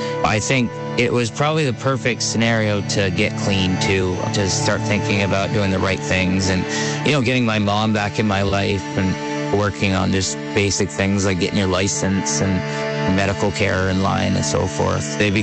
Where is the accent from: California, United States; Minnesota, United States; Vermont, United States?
Vermont, United States; Burlington; I was born here in Vermont, down on North Avenue, Burlington. I ended up staying in the area.